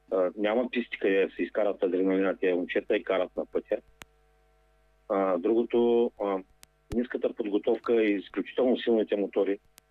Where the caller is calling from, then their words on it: Dobrich, Dobrich Province, Bulgaria; от Добрич, карам от много години. Аз съм на 49, значи повече от 30.